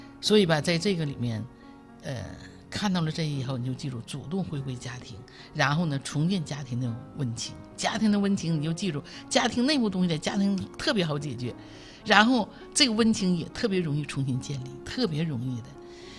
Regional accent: Jinzhou, Liaoning, China; 我们东北人叫割了瓣啊，锦州人啊

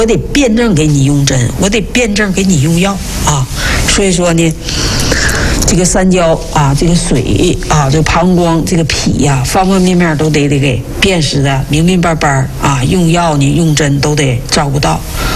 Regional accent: China; 所以说我们中国人既智慧啊

